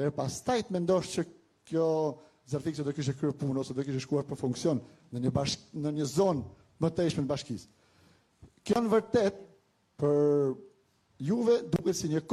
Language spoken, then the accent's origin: Albanian; Fushë-Arrëz, Shkodër County, Albania; jam nga Fusharrëzi.